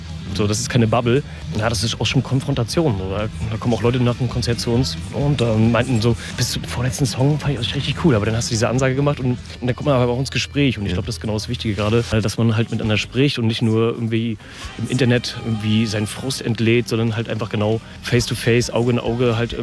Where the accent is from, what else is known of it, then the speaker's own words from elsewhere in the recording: Greifswald, Mecklenburg-Vorpommern, Germany; born there; now in Rostock, Germany; Ich bin in Greifswald geboren, wohne aber auch schon seit 25 Jahren in Rostock.